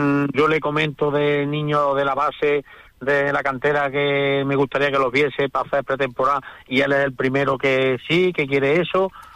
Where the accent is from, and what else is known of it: Pozoblanco, Andalusia, Spain